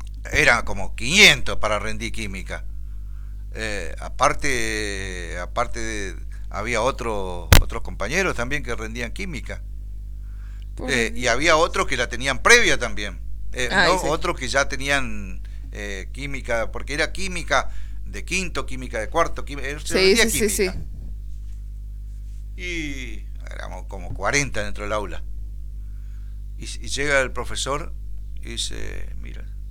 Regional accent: Chaco, Argentina; Señores, yo soy de Chaco. Vengo todavía con la secuela.

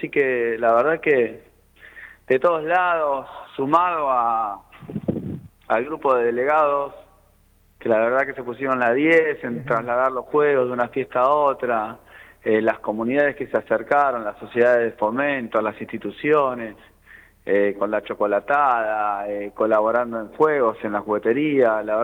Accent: Buenos Aires, Argentina; Yo hace 20 y pico de años que estoy, yo vengo de Buenos Aires.

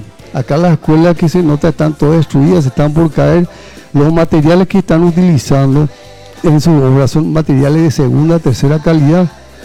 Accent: Paraguay; soy un ciudadano paraguayo

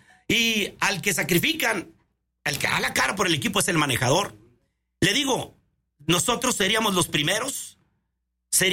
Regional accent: Camargo, Chihuahua, Mexico; born there; soy de Camargo, nací en Camargo, soy mazorquero, quiero a mi gente de Camargo

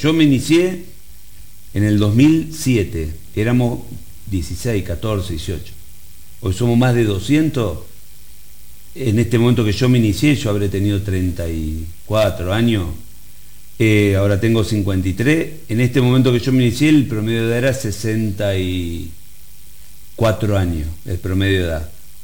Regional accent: Argentina; como somos los argentinos

